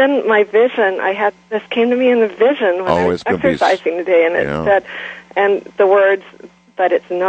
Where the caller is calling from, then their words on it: Santa Rosa, California, United States; I'm calling from Santa Rosa, California.